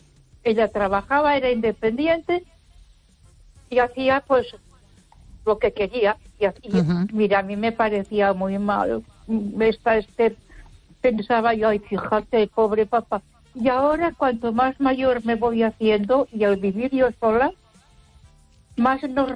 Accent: Ponferrada, Castile and León, Spain

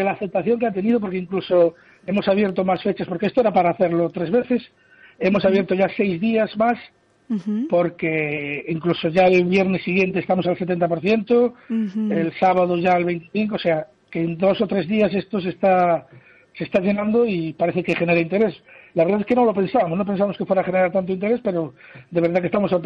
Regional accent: Ferrol, Galicia, Spain; yo soy de Canigo.

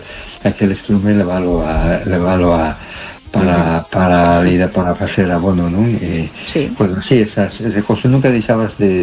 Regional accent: A Coruña, Galicia, Spain; Buenas noches. … de Coruña.

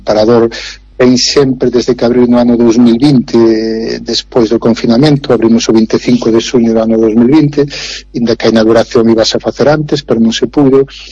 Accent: Galicia, Spain; a miña trayectoria profesional espero que acabe aquí na miña terra, non? Tiña ganas de volver para a miña terra

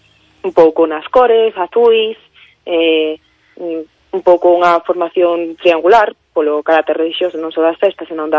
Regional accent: Santiago de Compostela, Galicia, Spain; Eu sí son natural de Compostela.

